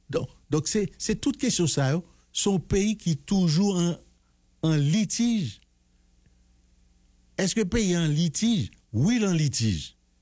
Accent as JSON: {"language": "French", "country": "Haiti", "said": "ce problème li mette nous trouver là en tant qu'haïtien parce que nous-mêmes, nous, nous sommes peuple."}